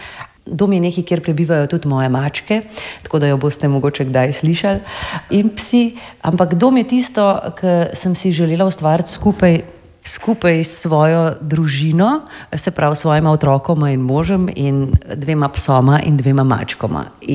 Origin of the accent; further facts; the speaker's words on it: Ljubljana, Central Slovenia, Slovenia; Rodila sem se tudi v Stari Ljubljani, na Gosposki, pravzaprav od otroštva živim v starem delu mesta in sem zelo navezana na njega